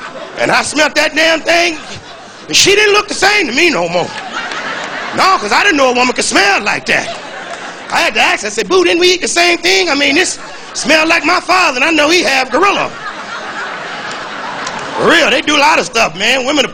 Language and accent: English; Chicago, Illinois, United States